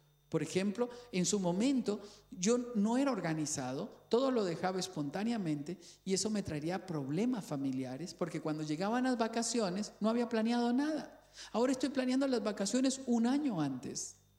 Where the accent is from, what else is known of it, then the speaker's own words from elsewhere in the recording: Cañas, Guanacaste, Costa Rica; Yo soy de Cañas, de una tierra rural. Andábamos en botas de hule, nadábamos entre los ríos. Crecí en una casa de madera donde teníamos bacenilla porque el servicio sanitario estaba allá afuera.